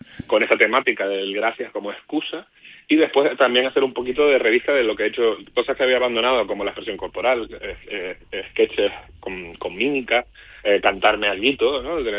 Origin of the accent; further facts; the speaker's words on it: Tenerife, Canary Islands, Spain; en Tenerife, en mi isla